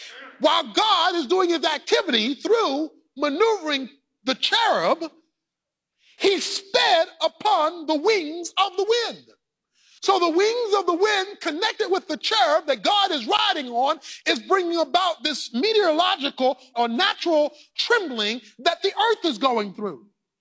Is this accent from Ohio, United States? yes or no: no; Baltimore, Maryland, United States; When I was growing up in Baltimore, Maryland, every weekend I'd go visit my grandmother who lived on Fulton Avenue